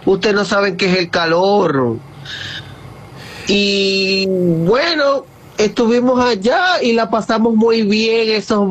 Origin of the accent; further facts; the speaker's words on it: Maracaibo, Zulia, Venezuela; accent: maracucho; Y bueno, como maracucho que soy, el acento se enmarca mucho más y es mucho más divertido para ellos porque nunca habían escuchado nuestro acento maracucho.